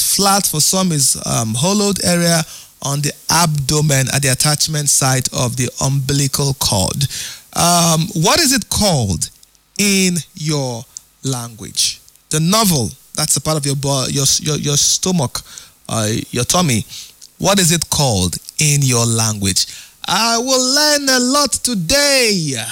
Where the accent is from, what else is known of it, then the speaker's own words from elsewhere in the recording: Rivers, Nigeria; I am from Rivers, Abiquere man.